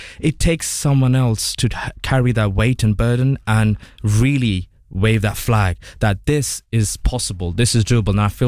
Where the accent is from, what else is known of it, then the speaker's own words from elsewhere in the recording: United Kingdom; the generation before us has helped shape who we are as British South Asian or British Asian.